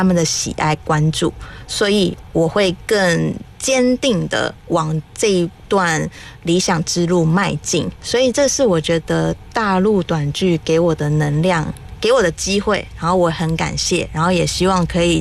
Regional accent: Taiwan; accent: Taiwanese accent; 听到我的台湾腔以后就说

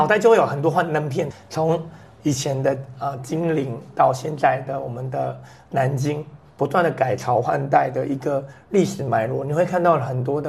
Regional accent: Taiwan

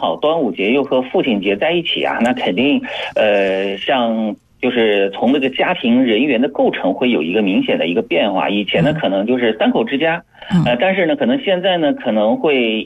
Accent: Jiangsu, China

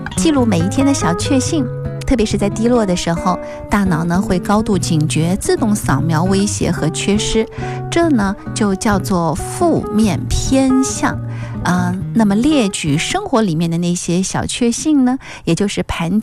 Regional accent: Beijing, China; now in Nanjing, China; 我来自北京

